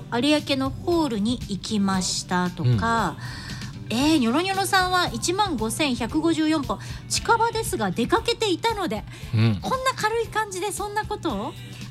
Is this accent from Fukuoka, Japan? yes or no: no; Hyogo, Japan; moved away; 私の出身地兵庫県の